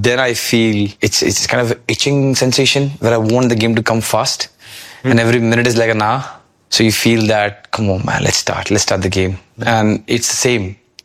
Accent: India; Can, as an Indian, we say that 1.5 billion people

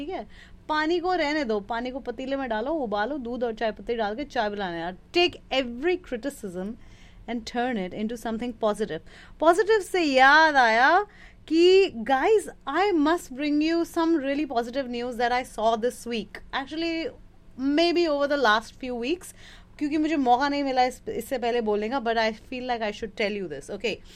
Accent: West Bengal, India; वैसे मैं जिस फैमिली से बिलोंग करती हूँ, we are not outright musical family, लेकिन बंगालीज हैं, म्यूजिक चलता रहता है

